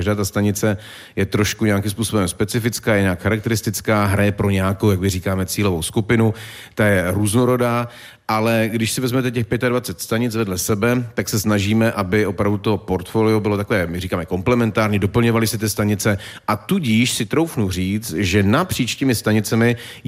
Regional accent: Ostrava, Moravian-Silesian Region, Czechia; moved away as an adult; also born or lived in Havířov; já jsem se narodil v Havířově, já jsem do svých 18 let žil v Ostravě a do Ostravy zajíždím prakticky často

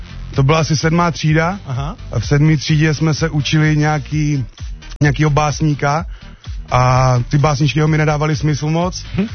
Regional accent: Ivančice, South Moravian Region, Czechia; born there; Narodil jsem se v Ivančicích.

